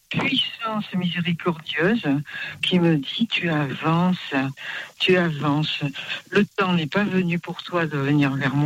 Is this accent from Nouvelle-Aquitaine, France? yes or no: yes; Poitiers, Nouvelle-Aquitaine, France; now in Marseille, France; Je suis née non-voyante. Je suis native de Poitiers.